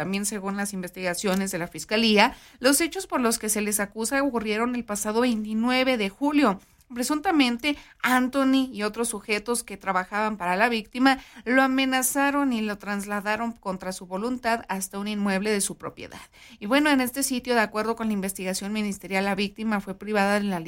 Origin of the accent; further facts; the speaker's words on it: Mexico; somos mexicanos, traemos el nopal en la cara